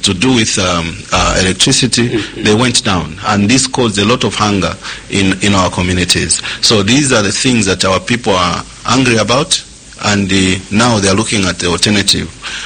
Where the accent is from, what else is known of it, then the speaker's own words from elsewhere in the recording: Lusaka, Lusaka Province, Zambia; I'm born and bred in Munali constituency. I was born in Mutendere, grew up in Mutendere.